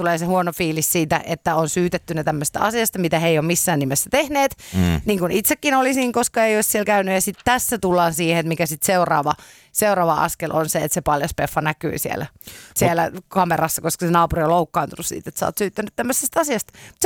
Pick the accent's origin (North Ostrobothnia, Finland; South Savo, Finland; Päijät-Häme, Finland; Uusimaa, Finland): Uusimaa, Finland; Helsinki; helsinkiläisenä